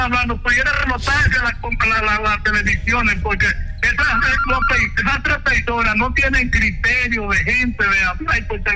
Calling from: Santiago de los Caballeros, Santiago, Dominican Republic; Yo soy de Santiago y tengo 75 años.

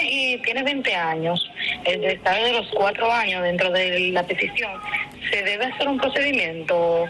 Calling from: Santiago de los Caballeros, Santiago, Dominican Republic

